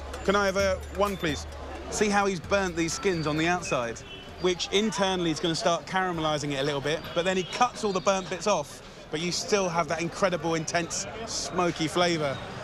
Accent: United Kingdom; I'm being so British, I'm like, which way does the queue start?

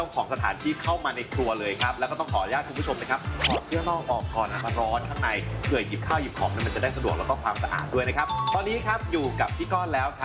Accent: Chumphon, Thailand; ผมพื้นเพที่บ้านเป็นคนชุมพร

